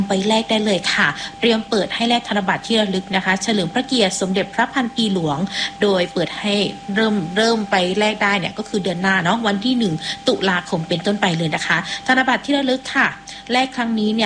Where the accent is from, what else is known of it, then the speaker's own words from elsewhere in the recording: Southern Thailand, Thailand; ถ้าเป็นคนใต้บ้านเราอ่ะคนใต้แท้ๆเลยอ่ะ